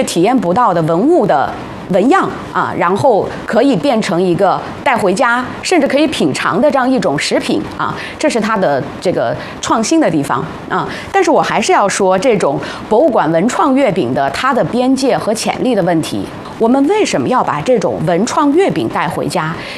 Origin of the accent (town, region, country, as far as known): China